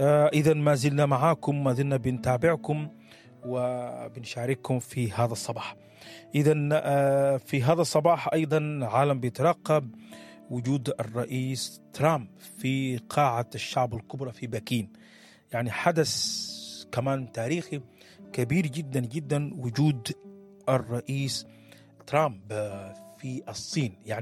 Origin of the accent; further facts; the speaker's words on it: Sudan; واحنا كسودانيين متعودين